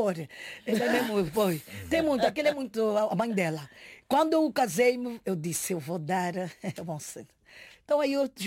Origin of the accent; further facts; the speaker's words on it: Angola; now in Portugal; Eu quando viesse aqui para Portugal, me diziam, você é de Guiné? Eu dizia, não, eu não sou de Guiné, eu sou da Angola.